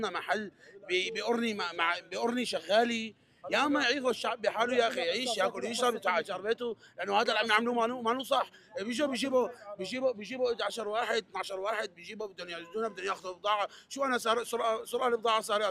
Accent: Homs, Homs Governorate, Syria; اني انا اليوم من الشعب السوري، انا من حمص

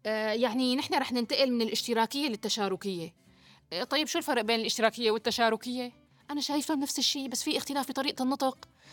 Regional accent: Syria; لك سيد مظلوم، نحن وأنتو كسوريين عنا عادة فظيعة

